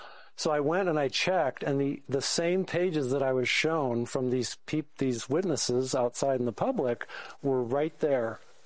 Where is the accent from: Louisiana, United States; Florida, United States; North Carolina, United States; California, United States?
California, United States; San Jose; when I migrated down to San Jose, my hometown